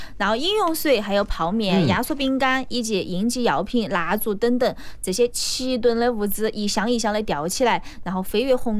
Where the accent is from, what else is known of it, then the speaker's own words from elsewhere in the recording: Sichuan, China; 我们四川人都会把它读成五